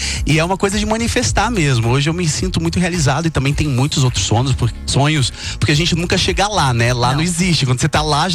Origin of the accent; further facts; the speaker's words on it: Brasília, Federal District, Brazil; Olha, eu saí da periferia de Brasília, eu sou da Quebrada, né? Eu sou da Samambaia Norte, que é um lugar assim, que eu tenho muito carinho